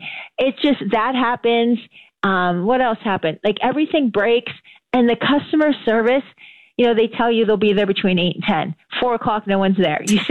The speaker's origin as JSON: {"language": "English", "area": "North", "region": "the North", "country": "United States", "said": "I am from the North originally, and we're much faster up there."}